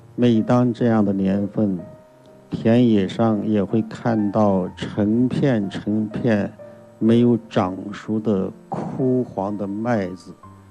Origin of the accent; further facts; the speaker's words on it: Xinjiang, China; 我小时候生活在新疆北疆沙漠边戈壁上的一个小小村庄，就是一个人村庄中所写的那个叫黄沙娘的村庄。